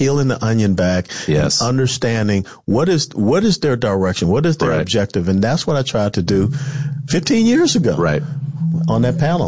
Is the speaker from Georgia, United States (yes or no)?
yes; Georgia, United States; moved away as an adult; So even though I grew up in Georgia, I went to the University of Tennessee and got my commission in, through Army ROTC.